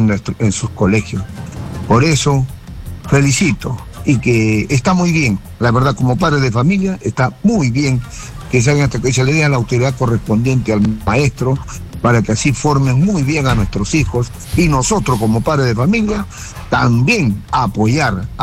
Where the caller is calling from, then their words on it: Ica, Peru; Llamo desde Ica.